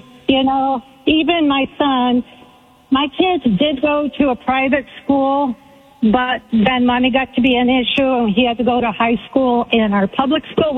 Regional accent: Michigan, United States; now in Murphy, United States; Oh, Michigan. We moved here from Michigan.

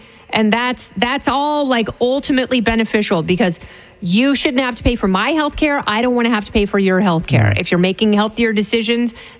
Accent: Oregon, United States

